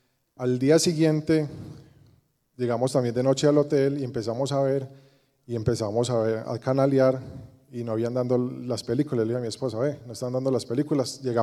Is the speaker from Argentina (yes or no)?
no; Antioquia, Colombia; nosotros como paisas somos regionalistas